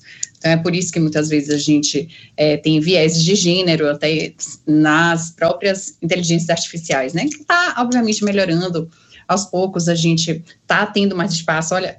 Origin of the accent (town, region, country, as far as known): Bahia, Brazil; moved away as an adult; now in São Paulo, Brazil